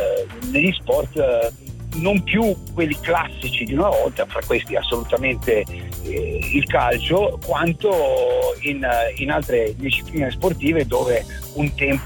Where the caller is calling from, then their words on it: Como, Lombardy, Italy; sto tornando verso casa, sono di Como.